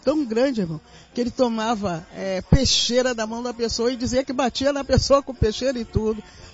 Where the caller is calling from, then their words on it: Rio de Janeiro, Brazil; venho da Tijuca.